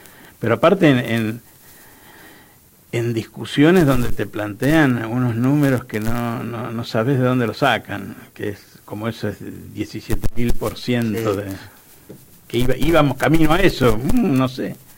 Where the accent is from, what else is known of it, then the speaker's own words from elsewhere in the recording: General Pinto, Buenos Aires Province, Argentina; also born or lived in Maipú; Bueno, yo nací circunstancialmente en un lugar que se llama Maipú, en la provincia de Buenos Aires. Uh-huh. Me crié en otro pueblo que se llama General Pinto, que es sobre cerca de Lincoln